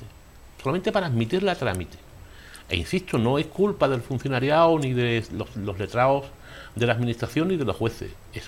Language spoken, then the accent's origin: Spanish; Spain